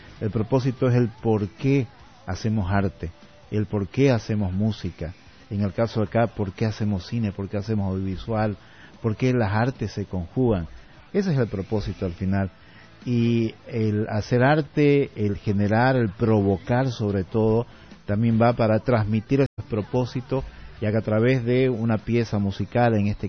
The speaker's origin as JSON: {"language": "Spanish", "country": "Bolivia", "said": "nosotros como acá bolivianos"}